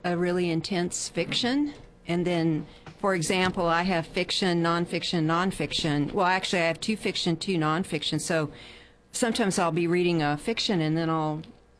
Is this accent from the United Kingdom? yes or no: no; the South, United States; I grew up in the South.